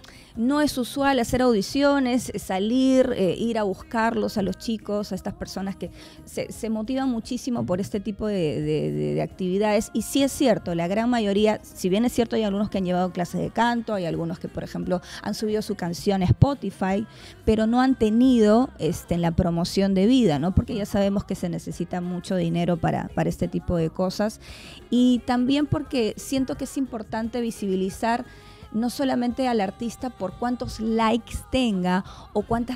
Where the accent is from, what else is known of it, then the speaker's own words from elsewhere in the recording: Lima, Peru; yo vengo de San Martín de Porres. Entonces yo creo que esa carga que me dio la calle, el barrio, el haber crecido en un espacio así